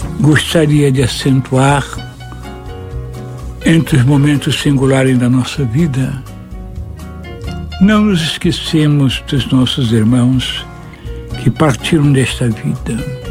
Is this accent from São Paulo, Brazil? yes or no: no; Rio de Janeiro, Brazil; fui criado ali em Cordovil.